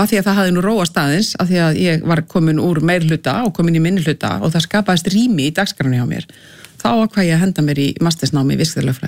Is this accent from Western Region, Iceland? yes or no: no; Reykjavík, Capital Region, Iceland; born or raised there